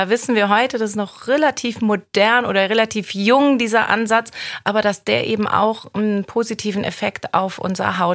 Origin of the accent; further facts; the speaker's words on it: Hamburg, Germany; ich bin Hamburger